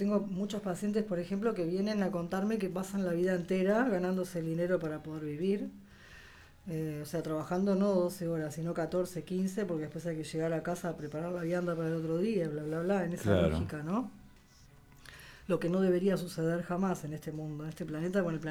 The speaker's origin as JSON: {"language": "Spanish", "country": "Uruguay", "said": "Somos uruguayos, olvídate, eso va a estar."}